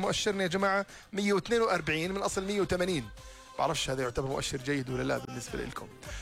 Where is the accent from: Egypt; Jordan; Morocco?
Jordan; حرية الصحافة عندنا في الأردن